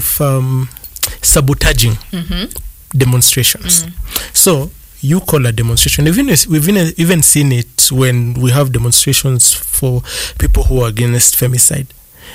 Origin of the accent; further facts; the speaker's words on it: Kenya; as a Kenyan who stood with the anti-finance bill protests